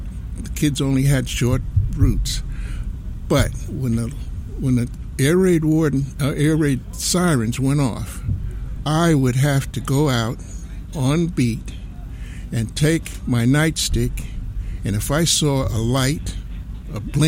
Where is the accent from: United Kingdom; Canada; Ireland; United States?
United States; New Jersey; I was brought up in New Jersey